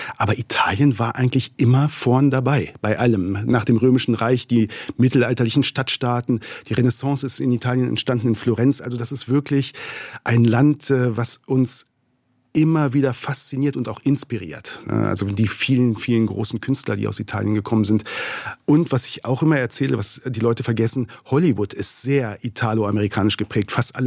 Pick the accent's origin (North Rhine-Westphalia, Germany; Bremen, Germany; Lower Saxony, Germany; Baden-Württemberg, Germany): Lower Saxony, Germany; Braunschweig; moved away as an adult; now in Grado, Italy; Ich komme aus Braunschweig, ja. Niedersächsische Tiefebene, auch schöner, als man vielleicht denkt.